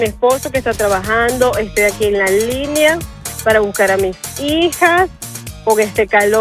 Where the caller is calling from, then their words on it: Miami, Florida, United States; De las calurosas tierras de Miami.